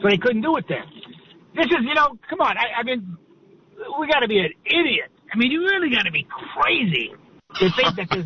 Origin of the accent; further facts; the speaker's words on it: New York, United States; I mean, I came out from New York. People used to ask me, hey, why don't you run for this, run for that? I said, hey, look, I'm a New Yorker, man.